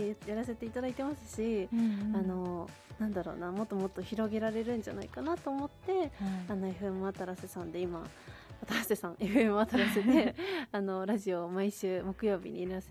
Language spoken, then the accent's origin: Japanese; Kazo, Saitama, Japan; 私が加須市出身ということ